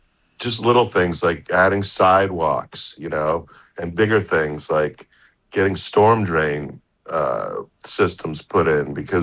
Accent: St. Thomas, U.S. Virgin Islands; I was born on St. Thomas and lived here most of my life.

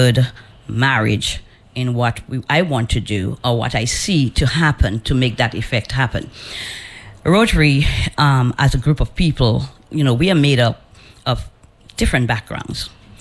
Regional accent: Dominica; moved away; I'm originally from Dominica.

